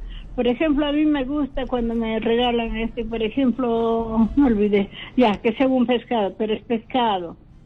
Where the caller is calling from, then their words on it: Ayacucho, Peru; de Ayacucho.